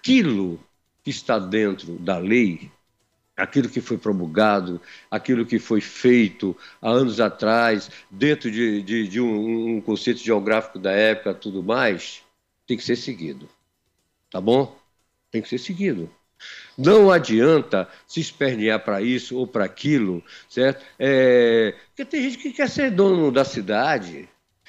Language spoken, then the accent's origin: Portuguese; Brazil; todos nós somos brasileiros